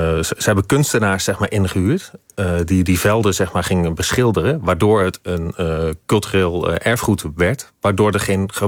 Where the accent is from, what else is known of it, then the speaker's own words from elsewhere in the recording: Schiedam, South Holland, Netherlands; ik kom zelf uit Schiedam.